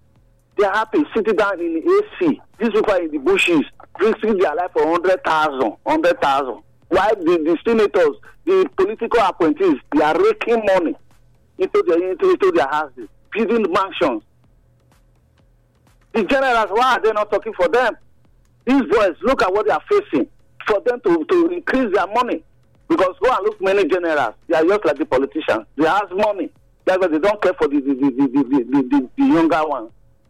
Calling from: Benin City, Edo, Nigeria; I'm calling from Benin.

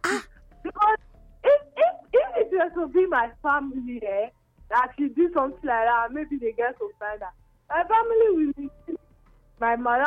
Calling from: Benin City, Edo, Nigeria; calling from Benin.

